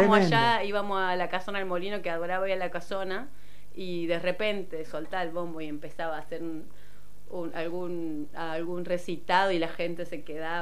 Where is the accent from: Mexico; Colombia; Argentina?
Argentina; Colonia Santa Rosa, Salta; Ahí en Colonia Santa Rosa hemos tenido una misión, pero toda la zona, ¿no? Pichaná, Lorán, está llena de comunidades guaraníes. Y son parte también de mi identidad.